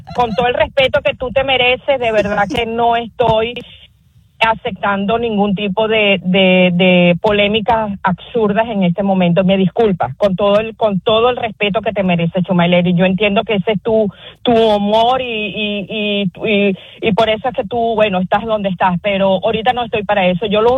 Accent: Venezuela; Soy venezolana. De verdad que tengo un profundo dolor con todo lo que está pasando en mi país

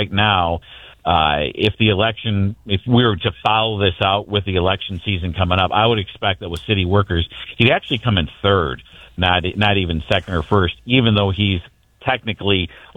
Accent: Lansing, Illinois, United States; I grew up in Lansing. I know what's happening to the south suburbs. I know what's happening to many of the minority communities because that's where I'm from.

